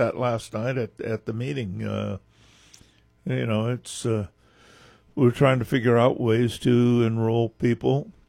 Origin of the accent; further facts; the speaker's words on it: Los Angeles, California, United States; Well, that was raised in Los Angeles. I was born in Burbank, but I don't remember the red car.